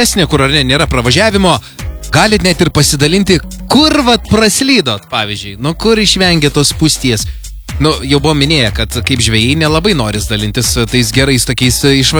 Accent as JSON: {"language": "Lithuanian", "town": "Klaipėda", "region": "Klaipėda County", "country": "Lithuania", "said": "Galim pasidžiuoti, kad esam klaipėdiečiai."}